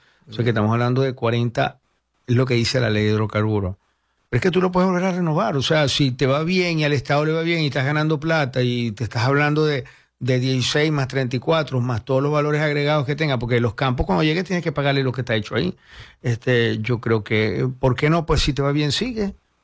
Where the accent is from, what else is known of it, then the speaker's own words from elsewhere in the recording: Venezuela; me gustaría leer las letras pequeñas del contrato como cualquier venezolano. Creo que este es el convenio más importante en los últimos 50 años que se han hecho en Venezuela.